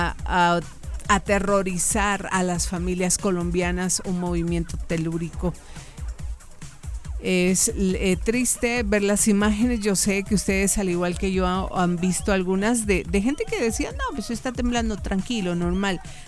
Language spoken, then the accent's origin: Spanish; Guatemala; Como guatemaltecos, con empatía, sentimos dolor